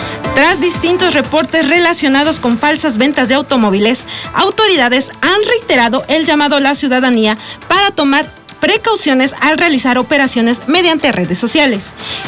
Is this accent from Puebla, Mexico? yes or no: yes; Puebla, Mexico; Las tradiciones son parte que nos da identidad como poblanos.